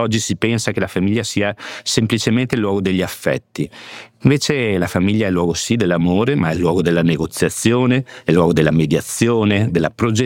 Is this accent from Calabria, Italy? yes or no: no; Veneto, Italy; dalle mie parti in Veneto